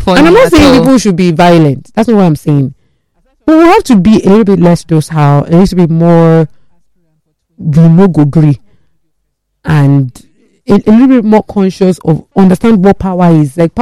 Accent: Nigeria; I'm not just another Nigerian, that I'm actually a Nigerian with a voice.

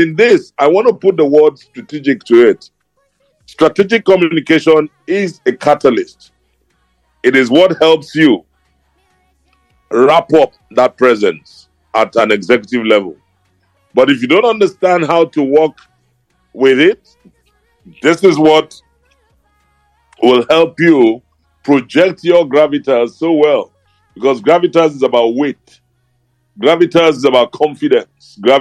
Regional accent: Nigeria; We are Nigerians and we are from Nigeria.

